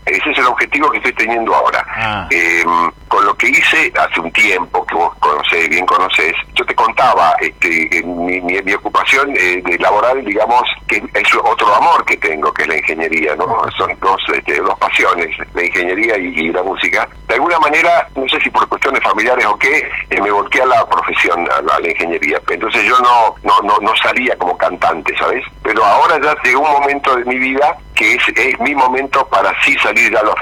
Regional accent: Mercedes, Buenos Aires Province, Argentina; moved away as an adult; now in Buenos Aires, Argentina; de Mercedes. Está bien, soy de Mercedes, de la provincia de Buenos Aires.

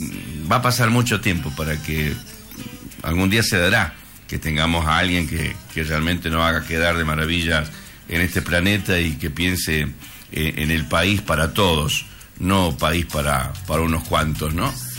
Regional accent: Argentina; somos todos argentinos.

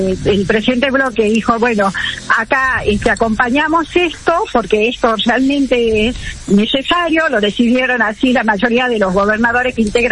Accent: Salta, Argentina; Estamos varios empresarios de Salta.

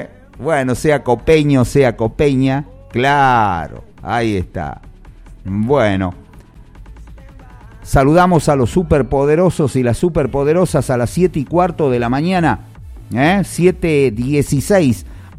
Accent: Joaquín V. González, Salta, Argentina; todos somos anteños, ¿sí? Pero bueno, cada uno también tiene su gentilicio. Nosotros somos gonzaleños

